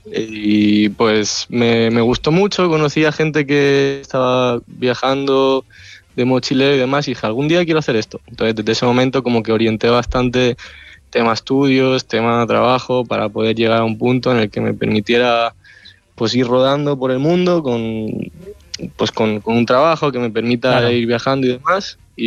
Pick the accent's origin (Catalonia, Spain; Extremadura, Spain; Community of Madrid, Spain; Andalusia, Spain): Catalonia, Spain; Terrassa; Yo soy de Tarrasa.